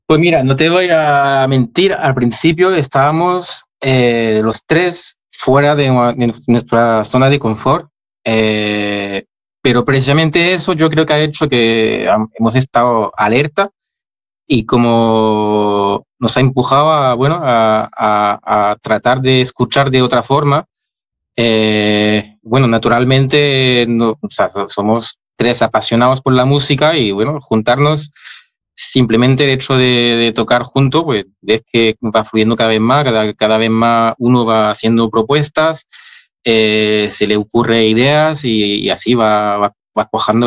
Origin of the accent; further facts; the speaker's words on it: France; Spanish is a second language; porque yo soy francés, empecé con el piano clásico y bueno, no, o sea, en mi familia no, nadie es de España, no, nadie tiene que ver con el flamenco